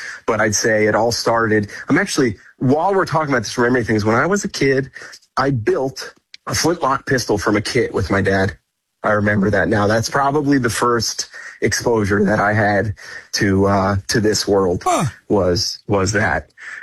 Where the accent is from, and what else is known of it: Pennsylvania, United States; born or raised there